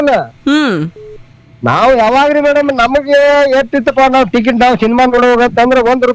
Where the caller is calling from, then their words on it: Karnataka, India; ನಮ್ಮ ಊರಿಂದ ನಮ್ಮ ಬಿಜಾಪುರಕ್ಕೆ ಹೋಗ್ಬೇಕಾದ್ರೆ ನಮಗೆ 20 ಕಿಲೋಮೀಟರ್ ಮೇಡಮ್.